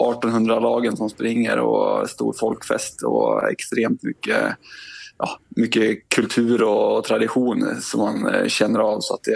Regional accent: Sweden; för oss svenska löpare. Det är ju väldigt likt hemma i Sverige

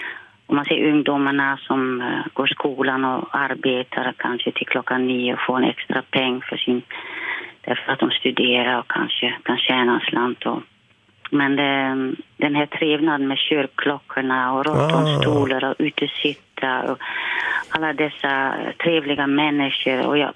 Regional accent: Silvolde, Gelderland, Netherlands; Swedish is a second language; Och jag var från Silvolde så att jag hade en vän, tre männing med mig.

